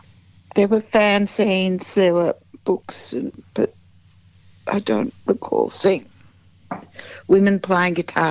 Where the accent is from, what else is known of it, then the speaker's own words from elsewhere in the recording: Melbourne, Victoria, Australia; In Melbourne.